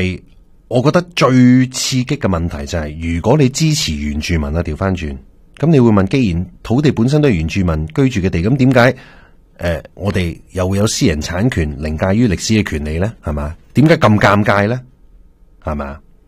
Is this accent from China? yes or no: no; British Columbia, Canada; 我哋加拿大人本身得到嘅努力，而亦都可惜嘅咧，只不过呢个系个开端。